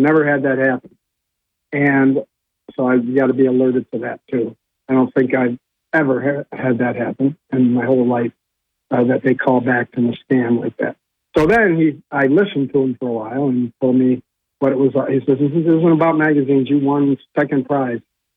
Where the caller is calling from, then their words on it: Binghamton, New York, United States; from Binghamton.